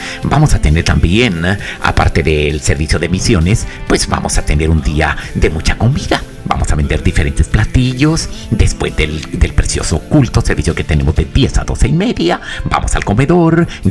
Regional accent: Mexico; now in Pasadena, Texas, United States; los que somos mexicanos

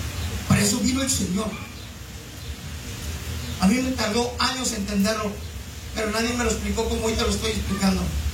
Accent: Mexico; Como buen mexicano, ya viejos.

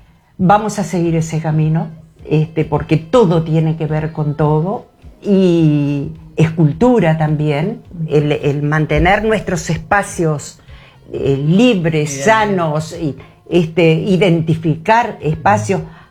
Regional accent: Aiguá, Maldonado, Uruguay; now in Punta del Este, Uruguay; Yo no soy nacida en Punta del Este, vivo hace casi 40 años en Punta del Este, soy de Aiguá, es mi ciudad natal.

